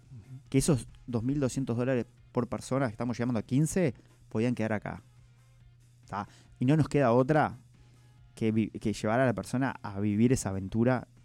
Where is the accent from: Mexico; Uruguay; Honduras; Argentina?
Uruguay; La Paloma, Rocha; como uruguayos y como palomenses, rochenses, tenemos que sentirnos privilegiados de tener la ruta de las ballenas